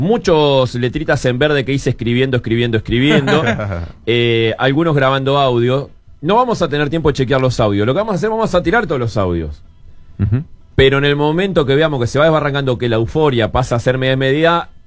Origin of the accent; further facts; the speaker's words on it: Uruguay; nosotros como uruguayos